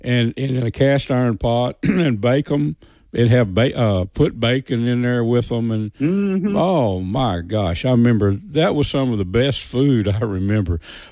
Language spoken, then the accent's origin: English; Red River County, Texas, United States; when I was growing up in Red River County